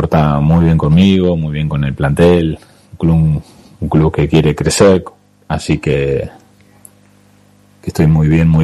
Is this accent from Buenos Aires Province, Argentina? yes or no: yes; Ramallo, Buenos Aires Province, Argentina; now in Trenel, Argentina; Me ha tocado dirigir la liga nicoleña en mi zona, de donde soy yo, de Ramallo